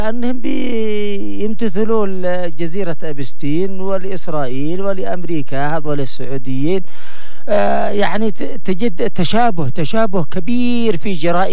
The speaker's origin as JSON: {"language": "Arabic", "country": "Yemen", "said": "أن شعبنا اليمني العزيز"}